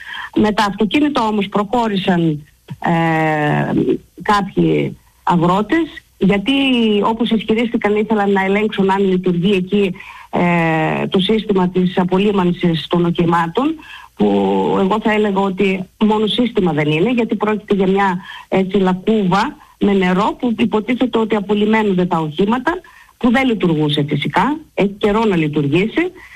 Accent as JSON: {"language": "Greek", "region": "Thrace", "country": "Greece", "moved": "yes", "lives_now": "Serres, Greece", "said": "Και εγώ είμαι Θρακιώτισσα. Κατάγομαι από τη Θράκη."}